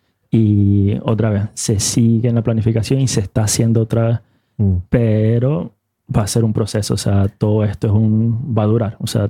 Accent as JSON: {"language": "Spanish", "country": "Venezuela", "said": "tuve la oportunidad como venezolano, fui a apoyar al evento que tuvieron ahí en Buxtabaya, en 43."}